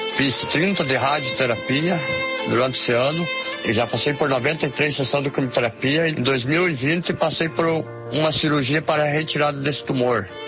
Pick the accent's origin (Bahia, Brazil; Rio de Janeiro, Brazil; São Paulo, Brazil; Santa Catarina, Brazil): Santa Catarina, Brazil; Timbó Grande; Senhor, meus irmãos … sou da cidade de Timbó Grande, Santa Catarina, congrego na Igreja Pentecostal Deus e Amor.